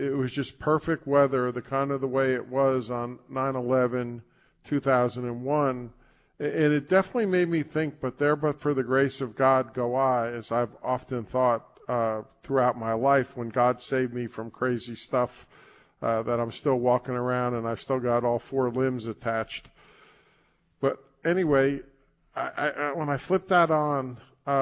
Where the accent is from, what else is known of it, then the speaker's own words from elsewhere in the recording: New York City, New York, United States; born there; moved away as an adult; now in Arkansas, United States; I'll start my 37th this November as a proud Arkansan. But I was born in New York City